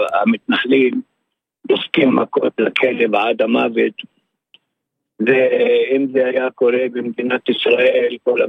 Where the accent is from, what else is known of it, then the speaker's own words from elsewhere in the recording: West Bank, Palestine; now in the Triangle, Israel; אני גר במשולש, אבל... אני גדלתי בשטחים וחייתי בשטחים בכפר פומנוק